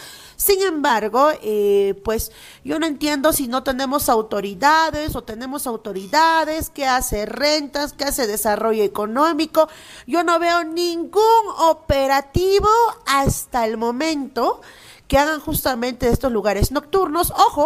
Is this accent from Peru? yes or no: yes; Peru; que como peruanos también nosotros lo tenemos que tener en conocimiento.